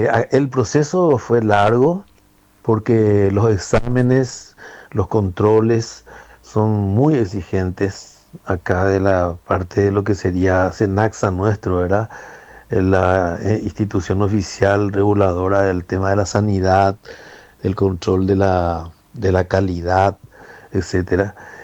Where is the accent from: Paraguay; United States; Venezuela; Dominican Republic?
Paraguay; así que como paraguayo me siento realizado